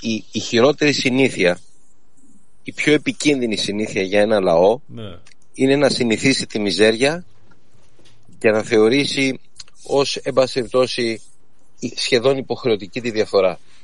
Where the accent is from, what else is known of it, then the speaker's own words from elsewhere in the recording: Karystos, Central Greece, Greece; επειδή είμαι από την Νότιο Εύβοια, έλκω την καταγωγή από την Κάριστο, όπως ξέρετε